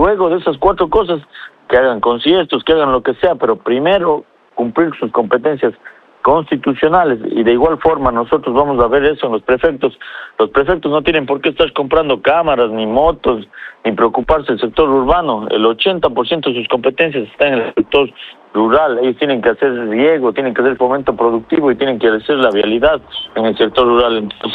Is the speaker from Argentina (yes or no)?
no; Ecuador; necesitamos justamente como sociedad ecuatoriana